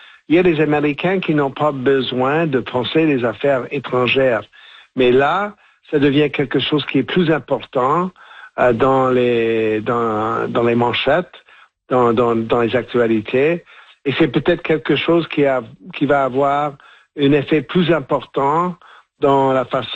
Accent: Canada; moi, je suis Canadien

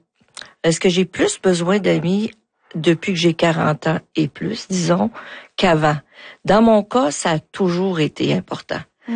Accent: Rouyn-Noranda, Quebec, Canada; Puis le privilège que j'ai, c'est que je suis née à Rouyn-Noranda.

